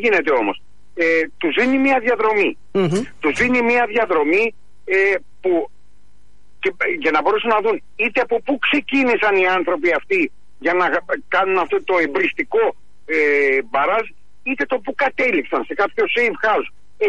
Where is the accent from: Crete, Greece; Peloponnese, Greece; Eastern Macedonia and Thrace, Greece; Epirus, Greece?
Peloponnese, Greece; όπως λένε και στο χωριό μου στην Πελοπόννησο